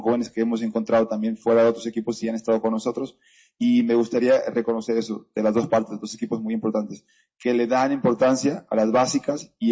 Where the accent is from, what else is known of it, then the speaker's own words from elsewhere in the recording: Mexico; estamos orgullosos todos como mexicanos ver lo que ha hecho Guadalajara.